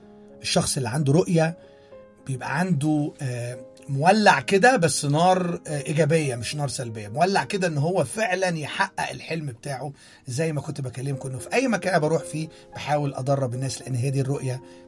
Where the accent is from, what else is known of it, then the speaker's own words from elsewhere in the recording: Egypt; المشروب دوت مشهور جدا عندنا في مصر.